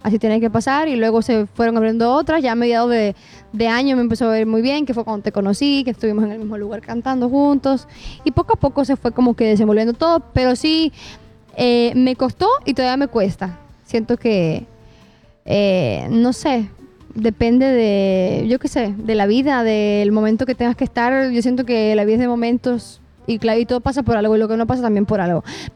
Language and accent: Spanish; Cuba; Dice que me llevó yo soy de Cuba, entonces me llevó allá se llaman casas de cultura, los centros como artísticos